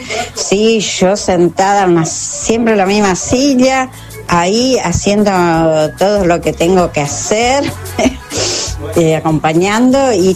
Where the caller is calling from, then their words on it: Lomas de Zamora, Buenos Aires Province, Argentina; de Loma Zamora